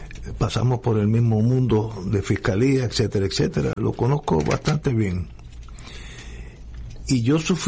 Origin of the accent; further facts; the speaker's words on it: Puerto Rico; Yo, como amigo y como puertorriqueño